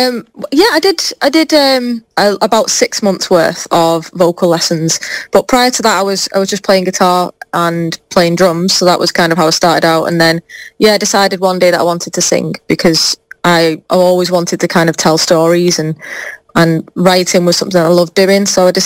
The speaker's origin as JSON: {"language": "English", "town": "Widnes", "region": "North West England", "country": "United Kingdom", "tie": "born or raised there", "said": "Yeah, okay, so I was born and raised in Widnes."}